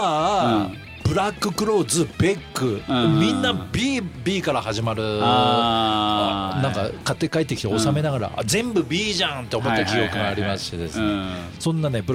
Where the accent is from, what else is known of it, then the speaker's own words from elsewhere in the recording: Hirosaki, Aomori, Japan; 私の出身地、今弘前の選手が今3人になったんですよね